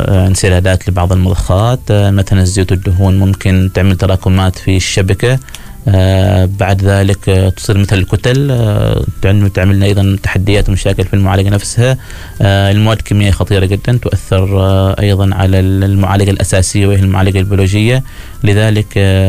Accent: Oman; الموجودة عندنا في سلطنة عمان.

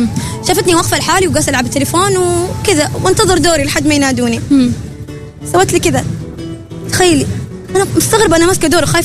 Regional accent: Oman; مجرد ما يعرفوا أنه أنا خليجية أنا عمانية

